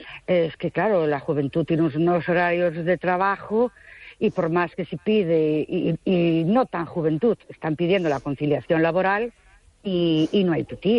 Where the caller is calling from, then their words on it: Ourense, Galicia, Spain; de Orense